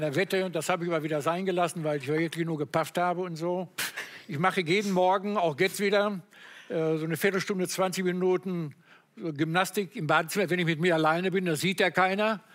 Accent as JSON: {"language": "German", "region": "North Rhine-Westphalia", "country": "Germany", "said": "Ich komme aus dem Sauerland, da kann ich aus meiner Jugend den Spruch"}